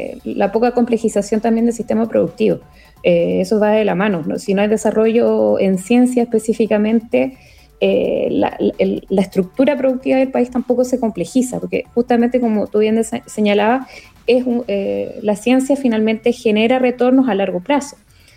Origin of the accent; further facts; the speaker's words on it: Coquimbo, Chile; moved away; porque vengo de la región de Coquimbo.